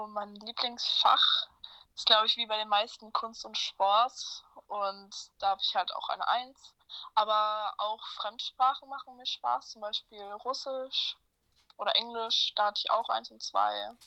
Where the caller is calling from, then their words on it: Rostock district, Mecklenburg-Vorpommern, Germany; Also ich wohne tatsächlich auch im Landkreis Rostock.